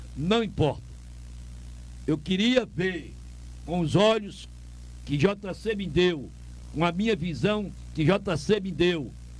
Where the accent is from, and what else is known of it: Toritama, Pernambuco, Brazil; born or raised there